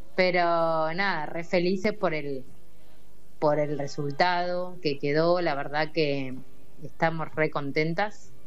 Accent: Saladillo, Buenos Aires Province, Argentina; yo soy de Saladillo

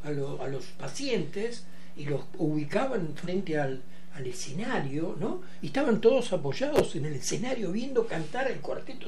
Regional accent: La Plata, Buenos Aires Province, Argentina; soy platense

